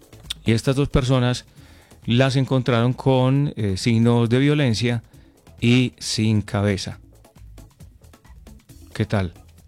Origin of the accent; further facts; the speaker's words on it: Concordia, Antioquia, Colombia; mi pueblo. ¿Cuál es mi pueblo? Concordia.